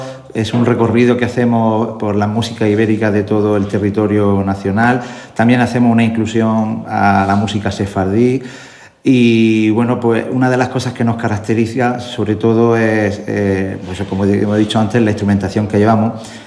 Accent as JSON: {"language": "Spanish", "town": "Alhama de Murcia", "region": "Region of Murcia", "country": "Spain", "said": "yo, que vengo, bueno, soy de aquí de Murcia, de Alhama concretamente."}